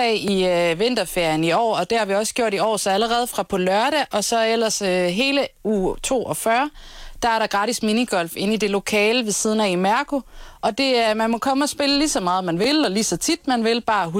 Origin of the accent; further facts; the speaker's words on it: Svendborg, Region of Southern Denmark, Denmark; Jeg er hernede fra Svendborg, men jeg havde ikke tænkt, man fejrede det som sådan.